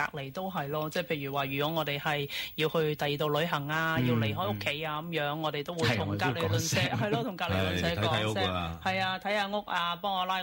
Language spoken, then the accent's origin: Cantonese; Australia; 咁咧都係鼓勵我哋澳洲人啦，去多啲接觸我哋嘅鄰居。咁尤其我哋澳洲啦，地方咁大咧。